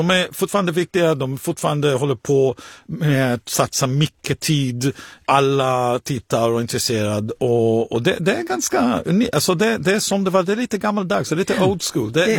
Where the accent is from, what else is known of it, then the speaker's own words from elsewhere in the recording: Israel; Swedish is a second language; now in Sweden; Israel till exempel, mitt hemland, så är det inte på helgen.